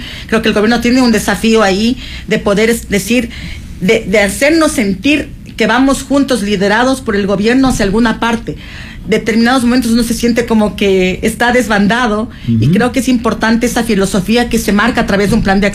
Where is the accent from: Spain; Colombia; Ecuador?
Ecuador; Chimborazo; Yo soy proveniente de Chimborazo